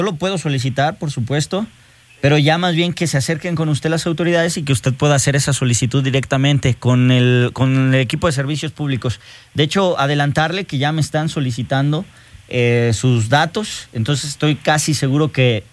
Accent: Mexico

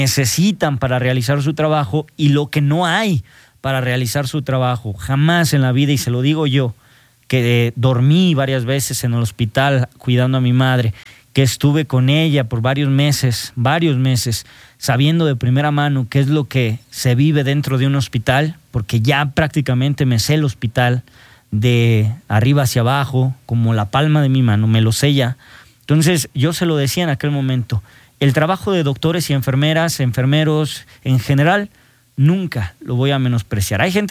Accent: Ojuelos, Jalisco, Mexico; now in Aguascalientes, Mexico; a mi natal Ojuelos, Jalisco

